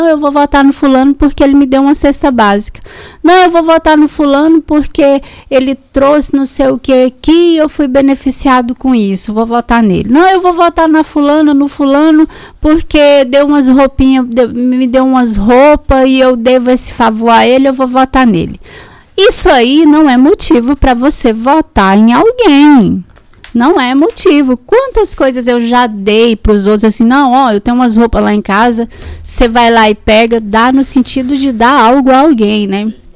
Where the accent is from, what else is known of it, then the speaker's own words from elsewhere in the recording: Brazil; nós somos brasileiros